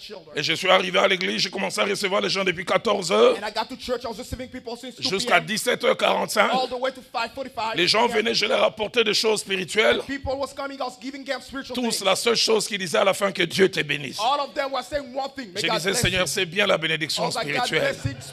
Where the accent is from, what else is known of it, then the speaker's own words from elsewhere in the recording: Kinshasa, DR Congo; Chez nous, à Kinshasa